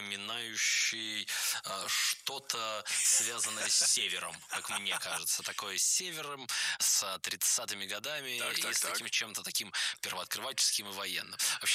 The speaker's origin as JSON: {"language": "Russian", "town": "Nizhny Novgorod", "region": "Nizhny Novgorod Oblast", "country": "Russia", "said": "Я сам из Нижнего Новгорода, это все мне очень понятные территории, очень понятные места."}